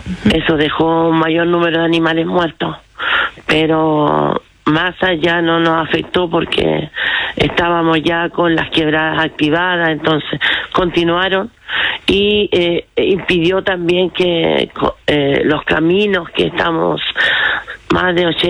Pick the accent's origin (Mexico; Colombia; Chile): Chile; Quilitapia; born or raised there